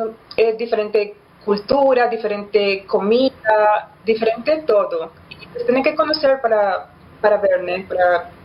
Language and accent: Portuguese; Colombia; Portuguese is a second language; now in Brazil; meu país é colombiano